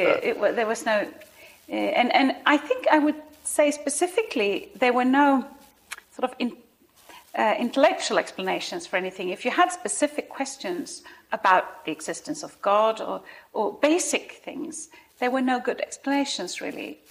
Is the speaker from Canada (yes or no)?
no; Sweden; so I was born and raised in Sweden by a Swedish mother and a Croatian father. And they brought me up, like I guess most people in Sweden, with going to church perhaps now and then for Christmas